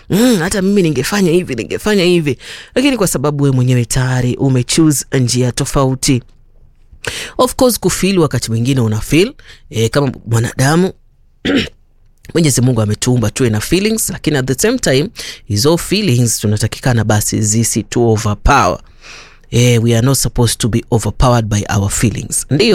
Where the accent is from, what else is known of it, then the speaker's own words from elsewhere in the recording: Garsen, Tana River County, Kenya; Alafu akajipata akawa ameenda pale Garseni pale Tana River. So mimi nikajipata nimezaliwa Tana River.